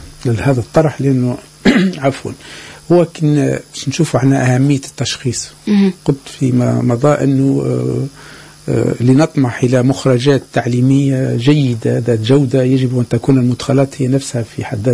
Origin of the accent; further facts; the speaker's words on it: Tunisia; عندنا في تونس